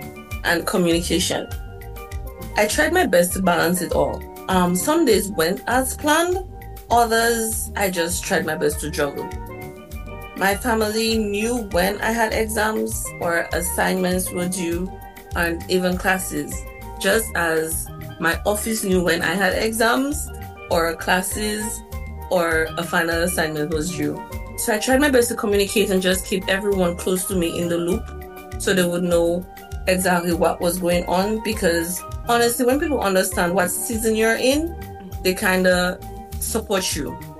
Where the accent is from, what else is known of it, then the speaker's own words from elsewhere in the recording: Salisbury, Saint Joseph Parish, Dominica; I grew up in Salisbury.